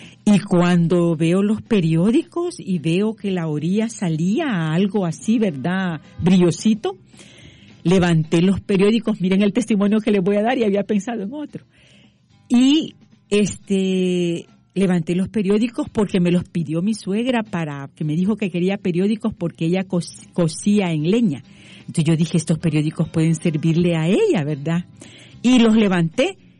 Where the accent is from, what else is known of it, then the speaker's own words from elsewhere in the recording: El Salvador; moved away as an adult; now in United States; decidí venirme de mi país, soy del Salvador, mis hermanos, decidí venirme para acá, junto con mis hijos